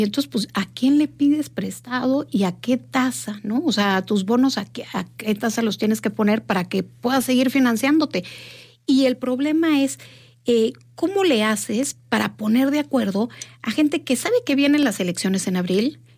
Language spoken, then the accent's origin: Spanish; Mexico